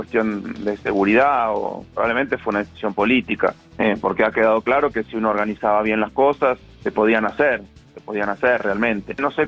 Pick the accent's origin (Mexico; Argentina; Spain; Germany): Argentina; No sé cómo funciona la cabeza de un austríaco, yo soy argentino.